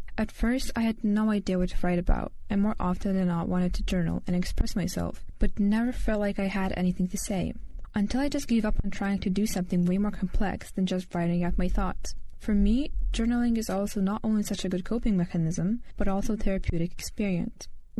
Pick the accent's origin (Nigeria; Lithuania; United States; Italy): Lithuania; English is a second language; As you might have already figured, English isn't my first language. I come from Lithuania, but take great pleasure in speaking English.